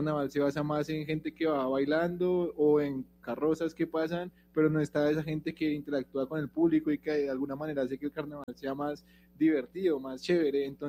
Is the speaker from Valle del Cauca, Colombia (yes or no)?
no; Putumayo, Colombia; yo soy de Putumayo